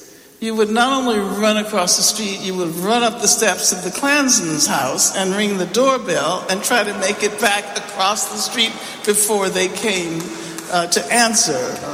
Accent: Birmingham, Alabama, United States; I was born in 1944 in Birmingham, Alabama, at a time when the government of the city and of the state were literally in the hands of the Ku Klux Klan.

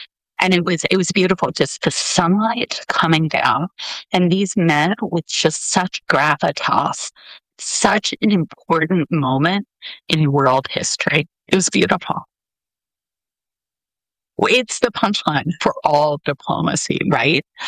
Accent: United States; I'm from the United States.

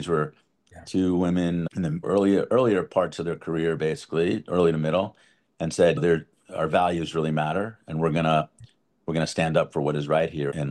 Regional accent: New Rochelle, New York, United States; I grew up in New Rochelle, New York, just north of New York City.

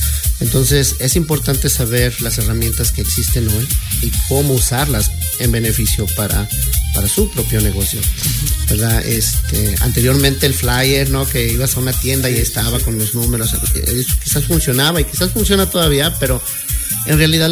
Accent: Mexico; first language Spanish; now in United States; Yo nací en México, crecí en México, mi primer idioma es México.

